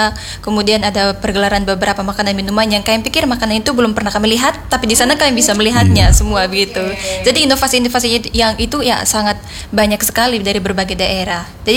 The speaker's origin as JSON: {"language": "Indonesian", "area": "Manggarai", "region": "East Nusa Tenggara", "country": "Indonesia", "said": "Saya berasal dari Manggarai dan saya sekarang mahasiswa ilmu politik di semester 6."}